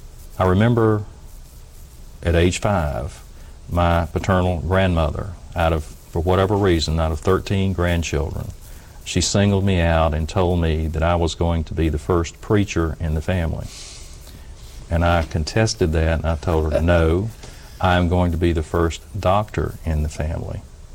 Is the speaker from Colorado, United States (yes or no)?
no; Burlington, North Carolina, United States; I grew up in Burlington, which at the time was a sleepy textile town in the late 40s and early 50s, no longer.